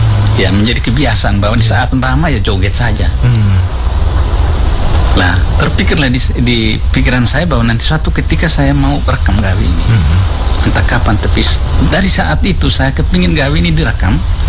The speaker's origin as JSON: {"language": "Indonesian", "town": "Sukulise", "region": "East Nusa Tenggara", "country": "Indonesia", "tie": "born or raised there", "said": "saya berlibur ke kampung dan mengikuti acara Ngua Mbama di Sukulise, di kampung saya."}